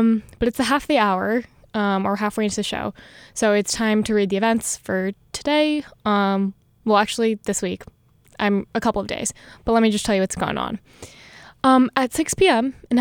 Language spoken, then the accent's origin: English; the Bay Area, California, United States; moved away; I'm also from the Bay Area.